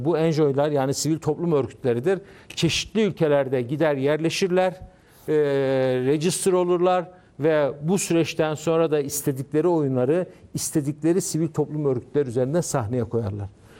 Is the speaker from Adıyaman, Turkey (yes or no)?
yes; Besni, Adıyaman, Turkey; Tabii bakın ben Adıyaman Besniliyim.